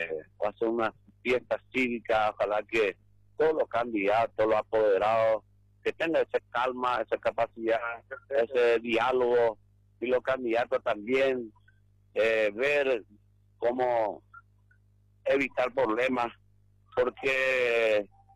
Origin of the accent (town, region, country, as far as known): Paraguay